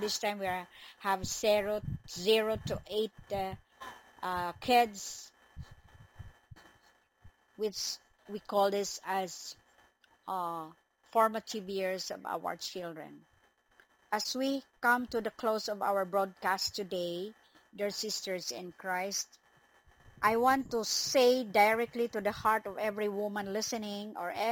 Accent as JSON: {"language": "English", "town": "Bacolod", "region": "Western Visayas", "country": "Philippines", "said": "from the City of Smiles"}